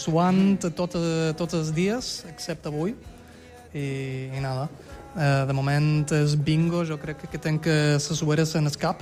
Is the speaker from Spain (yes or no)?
no; Hamburg, Germany; Catalan is a second language; Jo d'Alemanya, vaig néixer a Hamburgo.